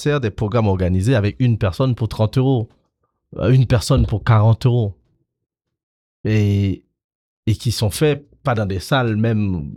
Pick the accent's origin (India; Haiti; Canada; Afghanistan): Haiti; now in France; je suis né en Haïti, j'ai grandi en Haïti